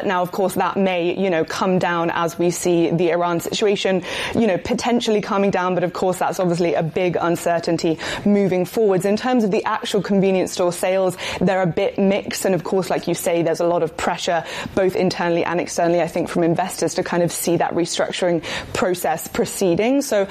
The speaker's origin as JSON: {"language": "English", "town": "Cambridge", "region": "East of England", "country": "United Kingdom", "tie": "born or raised there", "said": "I was just at home in the UK actually, and they're opening, you know, these new flagship stores in my hometown of Cambridge."}